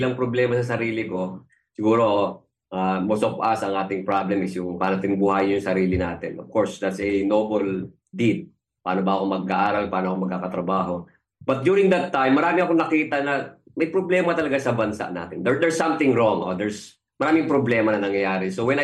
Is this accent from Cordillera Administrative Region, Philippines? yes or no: no; Manila, Metro Manila, Philippines; Of course, I grew up in Manila, and Manila is a very historical place. Marami akong nakita, no? I grew up in a slum, no?